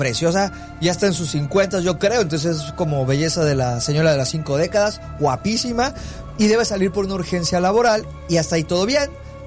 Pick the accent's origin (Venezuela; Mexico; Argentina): Mexico